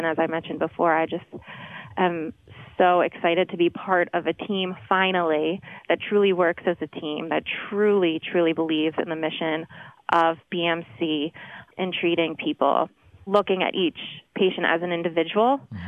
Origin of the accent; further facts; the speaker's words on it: Delaware, United States; moved away; I am from Delaware